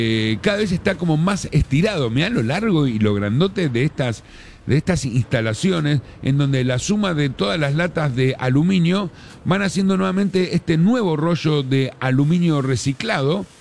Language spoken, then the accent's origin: Spanish; Bolivia; Yo como boliviano, 8:30 ya estamos cenando